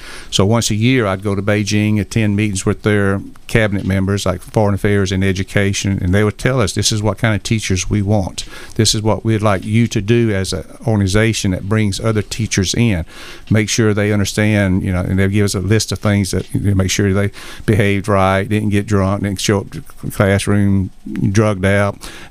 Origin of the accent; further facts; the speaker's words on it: Alabama, United States; moved away; I'm from Alabama.